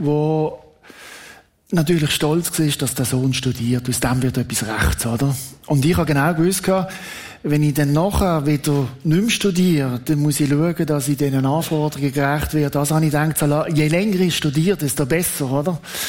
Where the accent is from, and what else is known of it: Switzerland